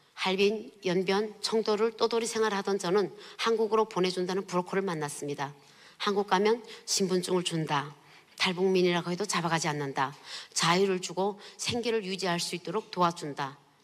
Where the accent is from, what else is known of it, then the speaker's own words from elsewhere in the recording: North Korea; moved away; 나 북한 사람입니다